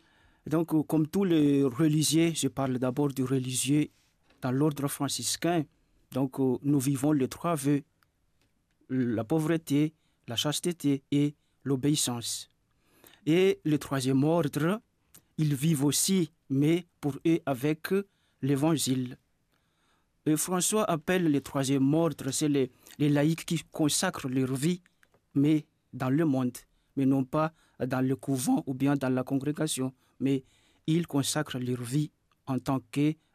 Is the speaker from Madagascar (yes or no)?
yes; Madagascar; now in Mauritius; Je suis de Madagascar et moi je suis missionnaire à l'île Maurice.